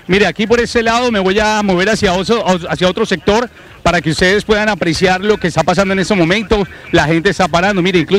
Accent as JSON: {"language": "Spanish", "country": "Colombia"}